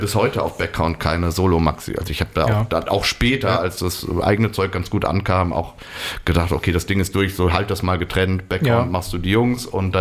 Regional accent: Bochum, North Rhine-Westphalia, Germany; also born or lived in Düsseldorf; Genau, ich bin in Düsseldorf geboren, dann aber im Ruhrgebiet groß geworden und dann, in Bochum.

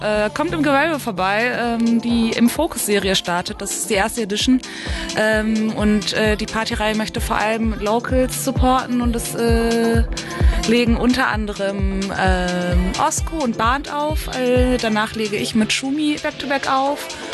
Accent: Dortmund, North Rhine-Westphalia, Germany; now in Cologne, Germany; Und ich komme aus Köln, ursprünglich aus Dortmund

